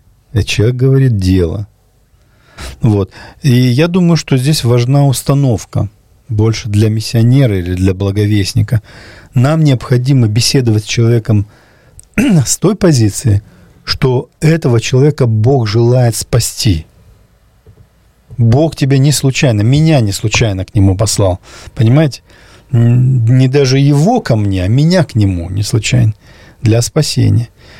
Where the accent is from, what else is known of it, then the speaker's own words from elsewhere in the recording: Kabardino-Balkaria, Russia; И, например, я кабардинец, я мусульманин. То есть я родился кабардинцем, это значит, я уже мусульманин.